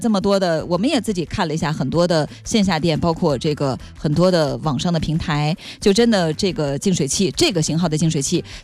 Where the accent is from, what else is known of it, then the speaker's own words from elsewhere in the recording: Fujian, China; 你包括我们福建人愿意泡茶